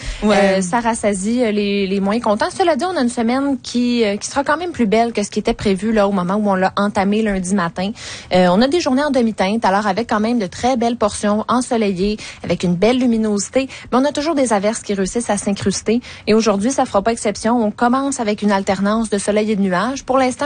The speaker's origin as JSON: {"language": "French", "region": "Bourgogne-Franche-Comté", "country": "France", "moved": "yes", "said": "Moi, je suis de la Bourgogne. C'est dans le centre-est de la France"}